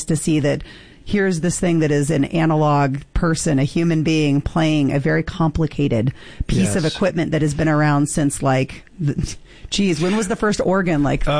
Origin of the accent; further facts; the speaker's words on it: Kansas City, Missouri, United States; moved away; I'm from Kansas City